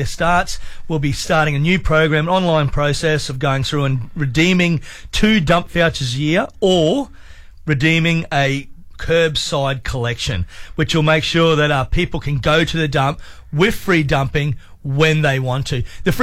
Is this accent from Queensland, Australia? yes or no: yes; Queensland, Australia; I fell asleep at half time and woke up to being a winner as a Queenslander.